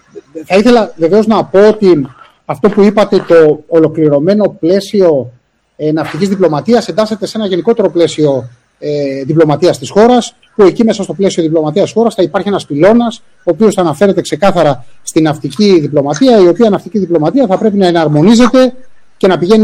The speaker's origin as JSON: {"language": "Greek", "town": "Mytilene", "region": "North Aegean", "country": "Greece", "said": "τον ίδιο τον τόπο μου και την ίδια το μέρος το οποίο υποστήριζα ως αντισταγματάρχης"}